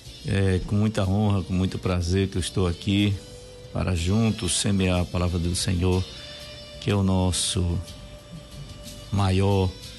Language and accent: Portuguese; Canguaretama, Rio Grande do Norte, Brazil; Quero muito bem a todos ali na minha cidade, Canguaretama.